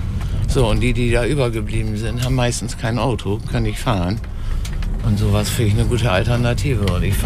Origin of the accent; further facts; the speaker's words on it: Bremen, Germany; Den gibt's bei uns in Bremen auch.